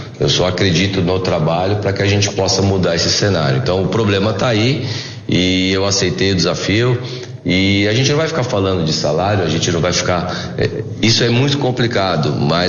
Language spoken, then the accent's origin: Portuguese; São Paulo, Brazil; cara, eu sou aqui de São Paulo, né? O que me trouxe vir aqui para Ponte Preta é o desafio.